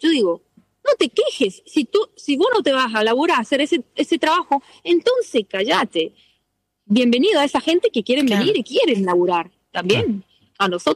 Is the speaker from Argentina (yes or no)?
no; Rapperswil, St. Gallen, Switzerland; A donde yo me crié, en Rapperswil, hay un club, hacemos el 25 de mayo, también hacemos una fiesta con un asado gigante.